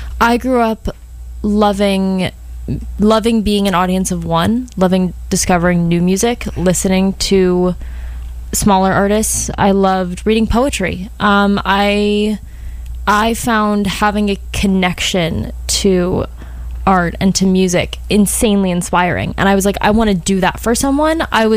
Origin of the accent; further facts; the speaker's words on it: Los Angeles, California, United States; I identify so strongly as a Valley girl. First of all, I want to set the record straight. I went to school in the Shokes. I grew up in Tarzana. I have so much Tarzana pride.